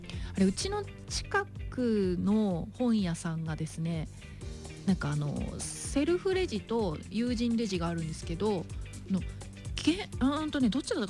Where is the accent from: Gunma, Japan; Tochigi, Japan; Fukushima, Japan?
Fukushima, Japan; Iwaki; moved away; うちの地元がね、出身の方のいわき市内の駅の方が自動改札になるのが結構遅かったので、